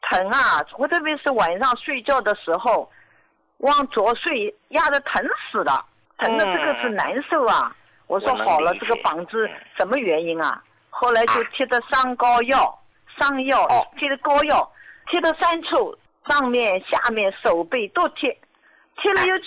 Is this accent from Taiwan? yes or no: no; Jiangsu, China; 我今年73岁，我是江苏的。